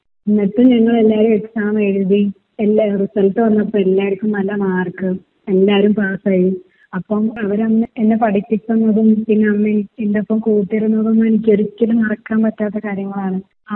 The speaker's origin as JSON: {"language": "Malayalam", "town": "Kozhikode", "region": "Kerala", "country": "India", "said": "എന്റെ നാട് കോഴിക്കോടാണെങ്കിൽ കൂടെ അവിടെയാണെങ്കിലും ഭയങ്കര ചൂടും കാര്യങ്ങളൊക്കെയാണ്."}